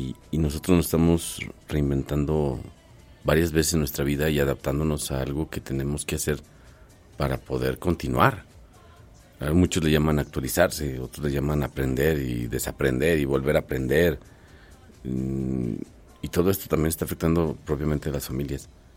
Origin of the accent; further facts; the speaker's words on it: Mexico; cómo somos nosotros mexicanos